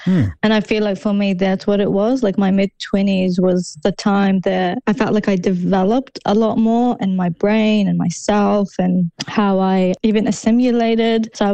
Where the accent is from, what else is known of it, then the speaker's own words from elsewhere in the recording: New Zealand; I am Muslim and I am Arab, but these are the things I like about being Muslim and Arab and I get to choose those things. And those are the things I like about being Kiwi